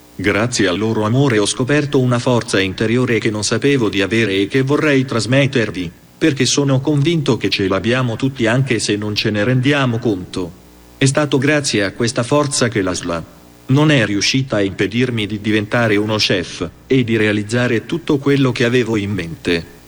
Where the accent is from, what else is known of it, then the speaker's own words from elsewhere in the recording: Sardinia, Italy; born there; ho 22 anni, sono nato in Sardegna